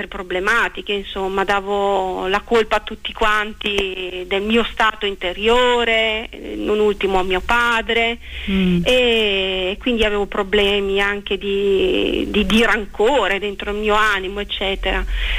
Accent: Verona, Veneto, Italy; io sono veneta, sì, veronese, nasco

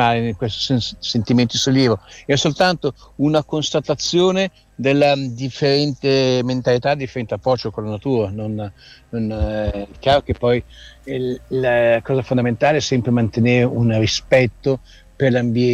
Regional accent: Milan, Lombardy, Italy; sono milanese

